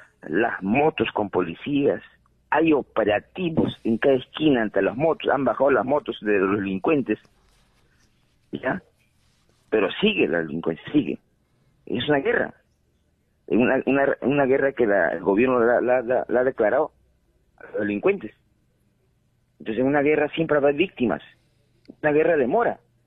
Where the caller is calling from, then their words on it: Lima, Peru; porque yo vivo en Lima, vivo 43 años